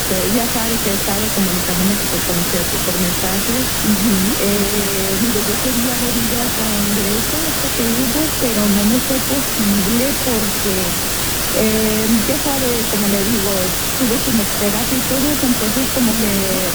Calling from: Las Vegas, Nevada, United States; soy de Las Vegas.

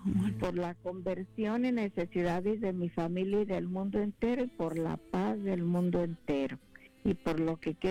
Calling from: Orange, United States; yo llamo de Orange.

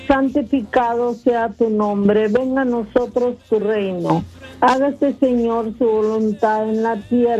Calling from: Bellflower, California, United States; Estoy hablando de acá, de Bellflower, California.

